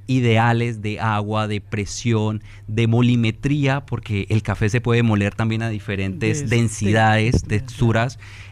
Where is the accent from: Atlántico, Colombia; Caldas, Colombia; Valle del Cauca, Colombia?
Caldas, Colombia; La Dorada; moved away as an adult; now in Paraguay; Yo soy de una zona que se llama La Dorada, que es entre Medellín y Bogotá.